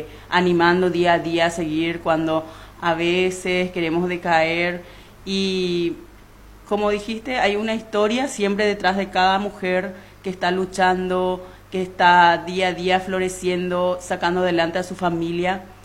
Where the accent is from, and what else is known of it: Paraguay; first language Guarani; Spanish is a second language